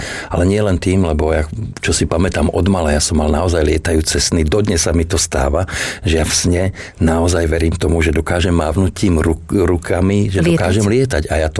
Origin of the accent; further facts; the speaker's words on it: Hradec Králové, Hradec Králové Region, Czechia; now in Slovakia; ja som vyrastal v Hradci Králové. Tam na letisku vlastne ma ocino brával a keď sa rozdelili republiky, tak ocina poprosili, aby prišiel sem